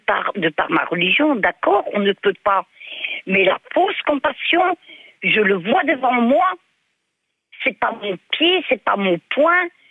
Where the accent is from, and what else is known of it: Belgium